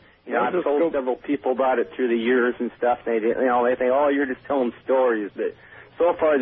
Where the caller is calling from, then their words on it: Darrington, Washington, United States; I'm calling from Darrington, Washington.